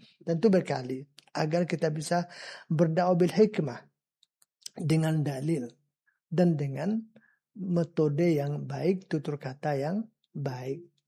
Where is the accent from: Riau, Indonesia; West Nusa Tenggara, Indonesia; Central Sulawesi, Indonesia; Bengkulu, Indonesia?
Riau, Indonesia; Kampar